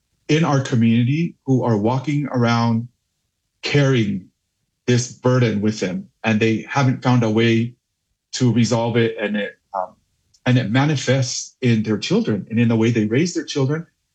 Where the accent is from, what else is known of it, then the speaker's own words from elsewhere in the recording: Tonga; moved away; the way we grew up in Tonga